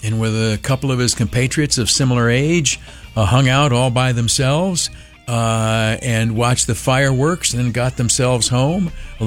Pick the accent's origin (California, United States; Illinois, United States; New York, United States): New York, United States; Canandaigua; my hometown of Canastillo.